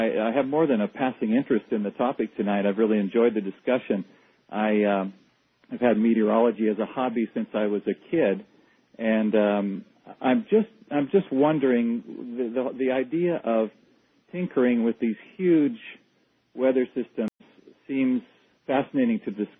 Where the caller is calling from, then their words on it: Hong Kong; calling from Hong Kong.